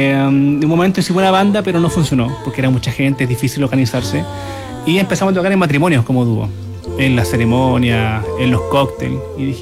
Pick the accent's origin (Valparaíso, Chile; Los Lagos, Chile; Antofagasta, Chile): Antofagasta, Chile; Calama; moved away as an adult; now in Santiago, Chile; Yo soy de allá, de Calama.